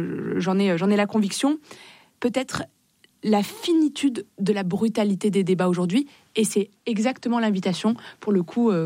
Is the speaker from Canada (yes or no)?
no; Morocco; now in France; Ben, moi, j'ai grandi au Maroc, dans un pays multiculturel, où musulmans, juifs, chrétiens, pour le coup, vivent ensemble